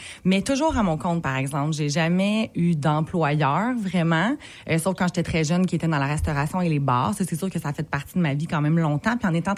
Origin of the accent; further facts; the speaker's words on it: Saint-Bruno-de-Montarville, Quebec, Canada; Saint-Bruno de Montarville.